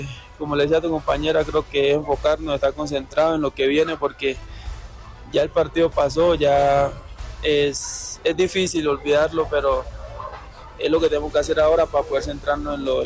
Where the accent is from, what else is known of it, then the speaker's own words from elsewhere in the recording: Chocó, Colombia; Creo que no deja de ser difícil por ser de Colombia y más que todo el Chocó, donde siempre fue muy fuerte todo.